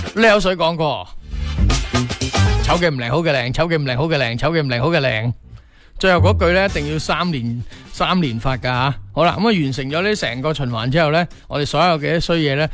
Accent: Guangdong, China; 对于我哋广东人嚟讲咧，

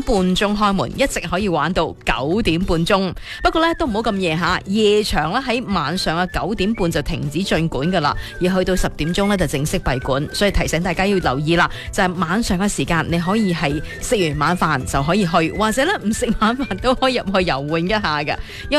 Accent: Foshan, Guangdong, China

